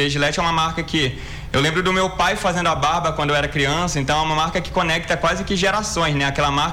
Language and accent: Portuguese; Manaus, Amazonas, Brazil; moved away as an adult; also born or lived in Dubai; Eu que sou orgulhosamente amazonense, estou fora de Manaus há alguns anos